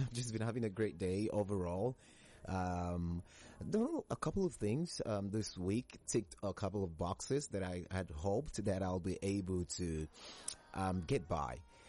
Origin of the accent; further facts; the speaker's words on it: Nigeria; you realize that, you know, it's not so bad being the Nigerian, aside from the fact that the economy is almost like building on top of all of us as individuals.